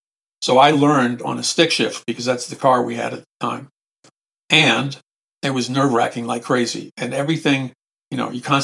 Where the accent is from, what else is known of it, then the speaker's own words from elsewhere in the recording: New York City, New York, United States; I grew up in New York City and nobody really drove in New York City.